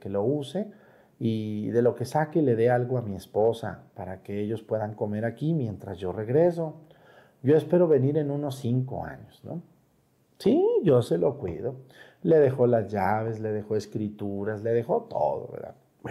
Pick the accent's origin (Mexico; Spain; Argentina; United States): Mexico; Mexticacán, Jalisco; yo me acuerdo que ese señor tenía un rancho ahí cerca de mi pueblo, en Mesticacán